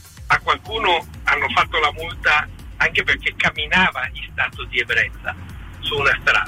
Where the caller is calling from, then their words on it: Varese, Lombardy, Italy; da Varese.